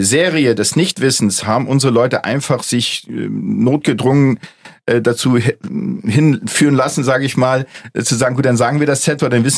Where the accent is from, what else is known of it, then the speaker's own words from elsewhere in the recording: Hamburg, Germany; wir sind eben halt alteingesessen. Alteingesessen wirklich seit Generationen. Und wir fühlen uns auch heimisch. Und Hamburg zum Beispiel, es gibt dieses schöne Lied